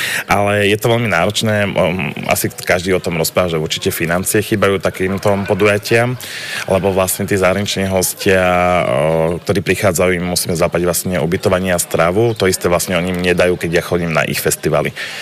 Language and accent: Slovak; Krakovany, Trnava Region, Slovakia